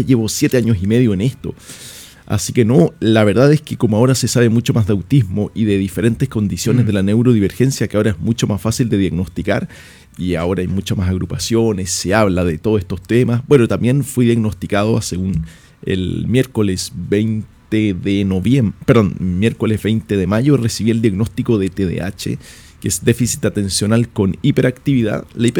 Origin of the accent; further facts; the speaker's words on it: Santiago, Santiago Metropolitan Region, Chile; soy de Santiago